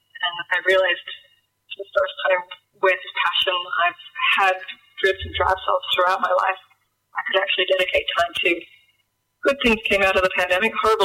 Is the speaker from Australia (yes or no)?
yes; Perth, Western Australia, Australia; I think growing up in Perth, and at the time I did, it was mainly just the basics of getting through school and trying to work out where I was going to fit in life.